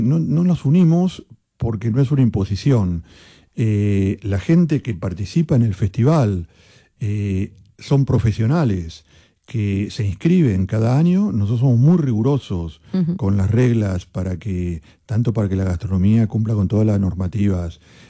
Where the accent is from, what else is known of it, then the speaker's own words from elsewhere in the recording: Argentina; now in Spain; Yo venía hace 35 años, soy español, tengo familia española, tengo hijos españoles, y me siento tan español como argentino.